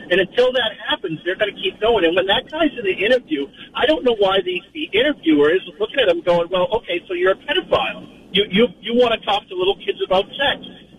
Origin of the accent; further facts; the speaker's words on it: Massachusetts, United States; growing up in Massachusetts in an inner city project, I lived on D Street, eventually ended up in the Weymouth projects.